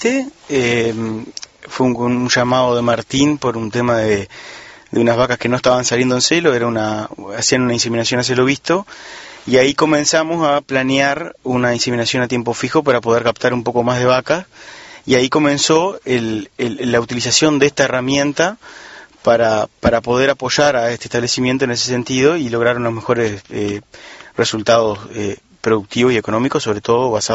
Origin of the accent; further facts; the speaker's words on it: Paso de los Toros, Tacuarembó, Uruguay; moved away as an adult; Vos sabés que yo soy de Paso de los Toros